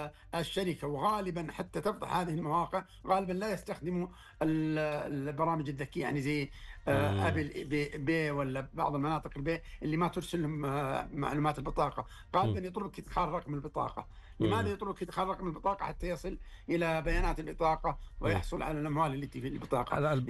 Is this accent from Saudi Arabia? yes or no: yes; Saudi Arabia; زي وزارة عندنا في السعودية